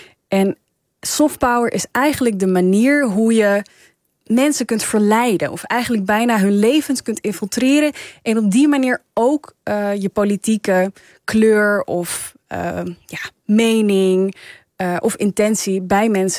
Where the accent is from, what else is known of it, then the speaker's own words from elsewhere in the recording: Netherlands; born there; Ik had een hele Amerikaanse jeugd, terwijl ik ben Nederlands. Ik ben hier geboren.